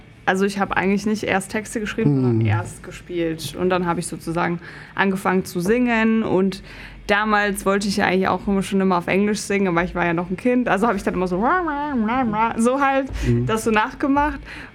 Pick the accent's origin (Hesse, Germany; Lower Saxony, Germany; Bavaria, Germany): Bavaria, Germany; also born or lived in United States / Spain / South America / Israel; now in Berlin, Germany; Nee, ich bin aus Bayern.